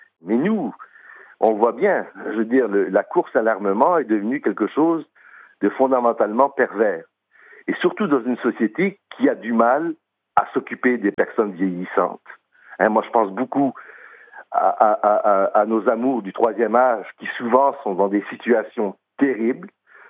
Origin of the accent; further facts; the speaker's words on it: Quebec, Canada; Je suis Québécois.